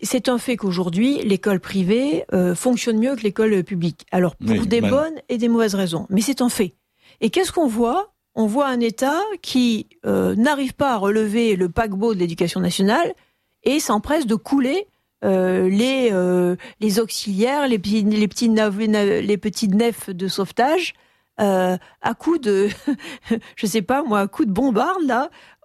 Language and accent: French; Manosque, Provence-Alpes-Côte d'Azur, France; moi j'ai été élevée à Manosque, dans le sud-est de la France, et on avait un très bon lycée Félix Esclangon.